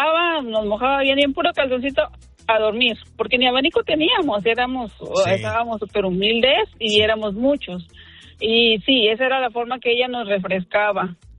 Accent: Tamaulipas, Mexico; Fíjate que soy de Tamaulipas.

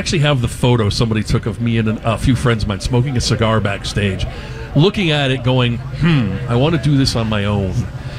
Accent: Cleveland, Ohio, United States; moved away; I grew up in Cleveland, Lake Erie area

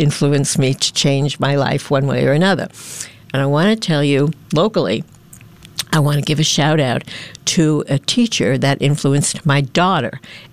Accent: New York City, New York, United States; born or raised there

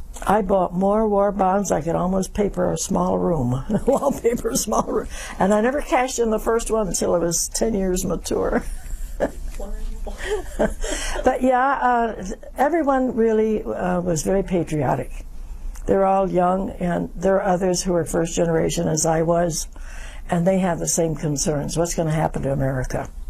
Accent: West Virginia, United States; born there; And I said, well, I was born in West Virginia.

